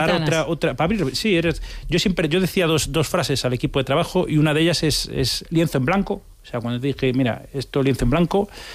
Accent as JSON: {"language": "Spanish", "town": "Vigo", "region": "Galicia", "country": "Spain", "said": "siendo de Vigo"}